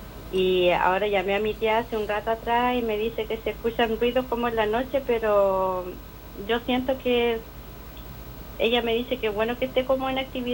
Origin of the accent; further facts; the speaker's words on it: Chillán, Ñuble, Chile; moved away; also born or lived in Santiago; ahora estoy en Chillán, hace un año que me regresé de Santiago para mi ciudad natal.